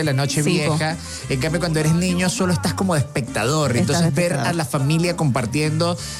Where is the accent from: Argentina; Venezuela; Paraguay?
Venezuela; moved away; yo soy venezolano.